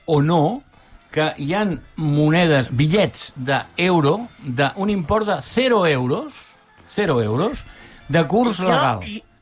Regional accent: Catalonia, Spain; aquí som els catalans

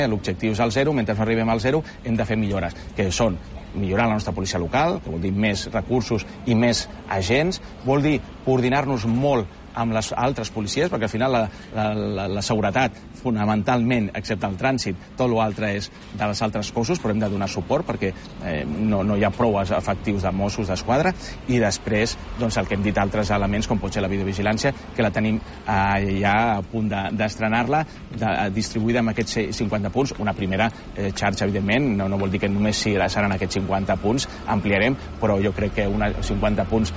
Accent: Tarragona province, Catalonia, Spain; Nosaltres som penedesencs i tarragonins. Som tarragonins des de fa gairebé dos segles.

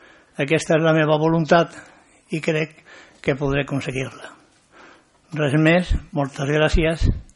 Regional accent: Sant Quirze, Catalonia, Spain; sóc un ciutadà de Sant Quirze, porto més de 50 anys al poble i que he estat vinculat sempre a la vida social del municipi

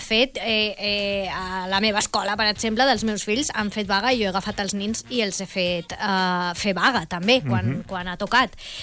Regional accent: Balearic Islands, Spain; jo sóc molt mallorquina.

